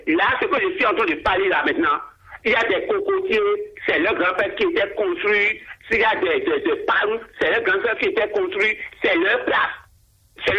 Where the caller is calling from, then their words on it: Ouidah, Atlantique, Benin; Je vous appelle de Ouida